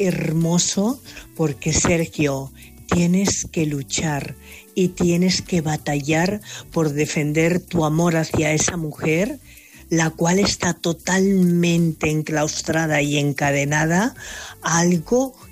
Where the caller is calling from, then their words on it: Barcelona, Catalonia, Spain; corresponsal desde Barcelona.